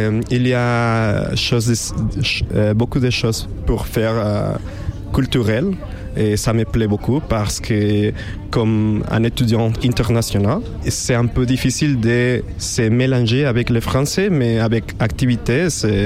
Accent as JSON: {"language": "French", "country": "Mexico", "second_language": "French", "moved": "as an adult", "lives_now": "France", "said": "Je viens du Mexique"}